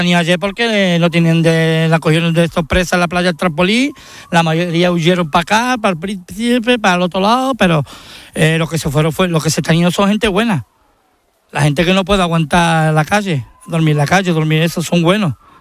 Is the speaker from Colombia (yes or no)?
no; Spain; Yo soy muy español y daría mi vida por España. Pero sí, es verdad que soy de religión musulmana, no tiene nada que ver. Pero yo soy español de pura cepa, vamos, yo mato por España.